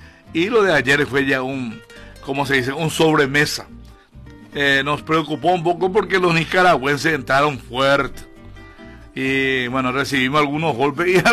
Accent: Paraguay

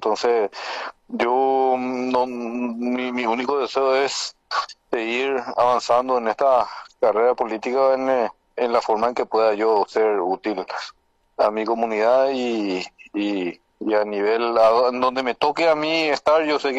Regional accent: Carapeguá, Paraguarí, Paraguay

